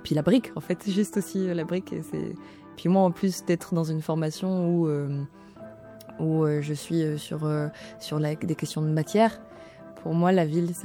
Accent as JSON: {"language": "French", "town": "Saint-Nazaire", "region": "Pays de la Loire", "country": "France", "tie": "born or raised there", "lives_now": "Albi, France", "said": "je viens de Saint-Nazaire, où j'ai grandi, j'ai fait mes études sur Angers, et je suis arrivée après à Albi"}